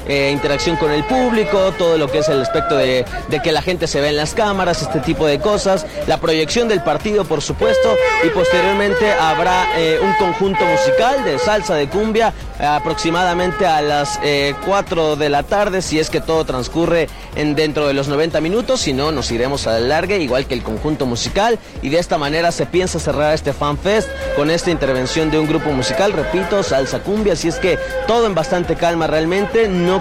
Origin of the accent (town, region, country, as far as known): Mexico